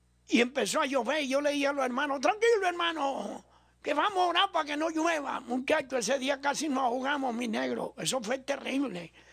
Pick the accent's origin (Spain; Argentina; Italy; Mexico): Italy; Spanish is a second language; moved away; also born or lived in Venezuela; Yo soy italiano, pero he pasado mucho tiempo en Venezuela, ya aprendimos el español. Vamos para 71 años de edad ahora en febrero.